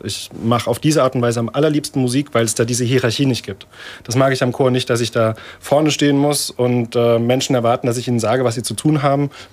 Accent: Germany; anscheinend ist mein Akzent wohl okay dafür, dass ich eine Kartoffel bin.

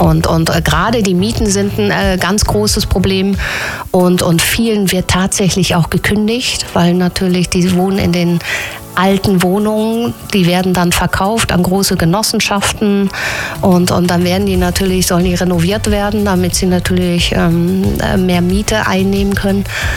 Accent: Münster, North Rhine-Westphalia, Germany; now in Munich, Germany; München ist mittlerweile meine Heimat. Man hört, dass ich nicht aus München bin oder aus Bayern bin. Ich bin aus Münster in Nordrhein-Westfalen. Aber ja, jetzt schon 28 Jahre in München

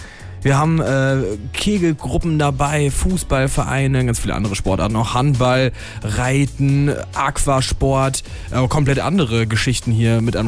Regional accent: Cologne, North Rhine-Westphalia, Germany; als Kölsche-Jungen

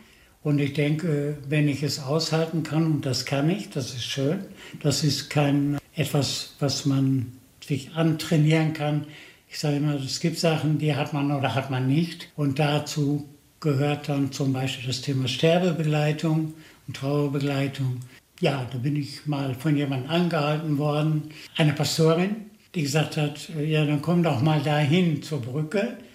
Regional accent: Netherlands; now in Germany; als Niederländer, sage ich jetzt mal

